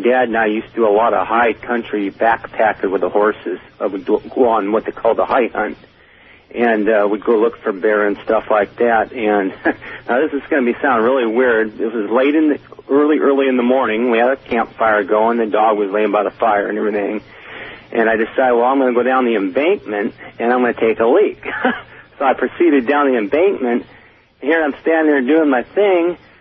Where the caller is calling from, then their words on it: Darrington, Washington, United States; I'm calling from Darrington, Washington.